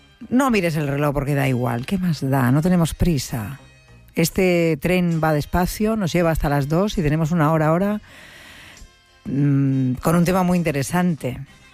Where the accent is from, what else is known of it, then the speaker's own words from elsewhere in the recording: Granada, Andalusia, Spain; Soy un granadino que ya desde mi niñez ando acompañando del gris sombra de mis ojos